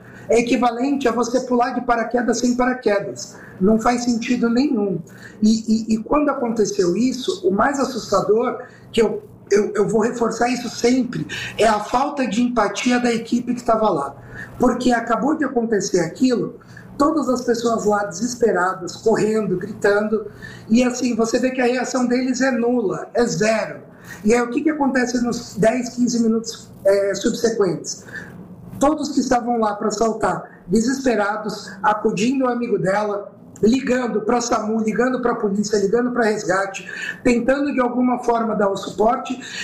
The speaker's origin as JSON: {"language": "Portuguese", "region": "São Paulo", "country": "Brazil", "said": "Eu sou do litoral, aqui da Baixada."}